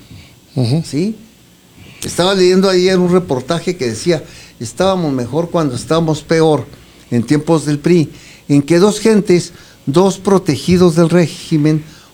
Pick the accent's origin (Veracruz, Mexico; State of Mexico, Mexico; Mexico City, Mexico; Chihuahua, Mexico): Chihuahua, Mexico; Ciudad Juárez; born there; nací en Santa, no, aquí en Juárez